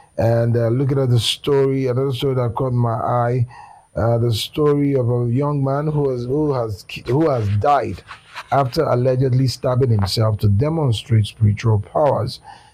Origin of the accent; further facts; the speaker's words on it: Lagos, Nigeria; It's an area I'm very conversant with because I grew up around the Festac, Navy Town, Satellite Axis.